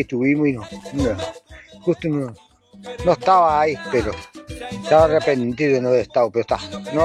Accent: Santa Rosa, Canelones, Uruguay; now in Costa de Pando, Uruguay; estuve por mi pueblito Santa Rosa.

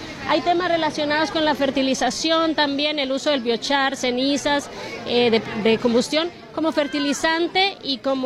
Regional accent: Colombia; moved away as an adult; now in Tacuarembó, Uruguay

